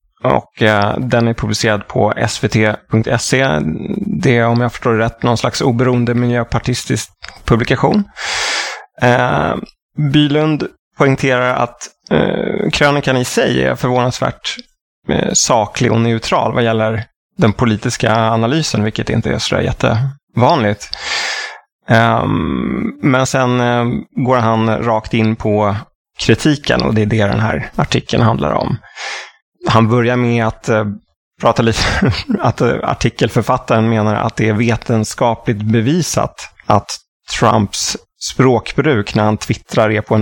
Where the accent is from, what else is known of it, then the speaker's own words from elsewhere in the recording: Austria; Men som österrikare så är man ju starkt förankrad i logik och logiska resonemang.